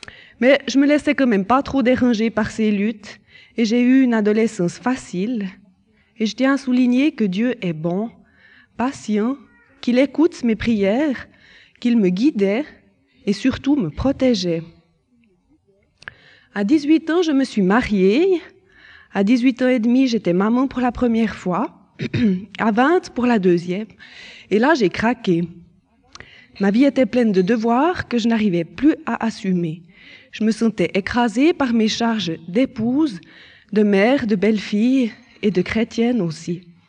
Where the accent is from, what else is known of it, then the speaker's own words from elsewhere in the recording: Lausanne, Vaud, Switzerland; born there; Je suis née à Lausanne et j'ai été baptisée dans la foi catholique. En famille, nous allions tous les dimanches à la messe.